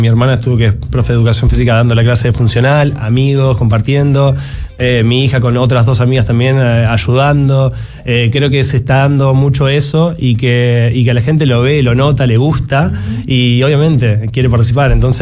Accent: Buenos Aires, Argentina; moved away; Yo también vengo de un barrio de Argentina, de Buenos Aires, en donde salíamos a jugar al fútbol, armábamos las canchitas en la misma vereda con otros amigos

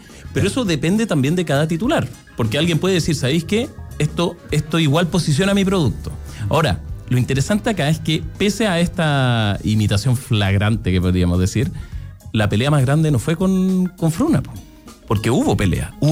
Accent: Antofagasta, Chile; moved away; en Chile, yo soy de Antofagasta.

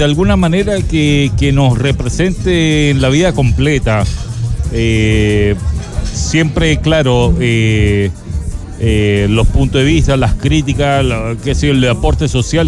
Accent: Panama; now in Chile; Yo soy chileno, pero crecí en Panamá.

